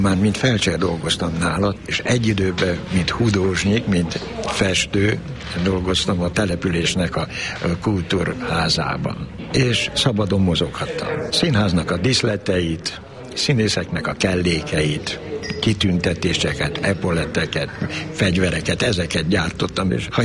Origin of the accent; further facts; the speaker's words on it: Hungary; engem először németnek nézett, és amikor mondtam, hogy magyar vagyok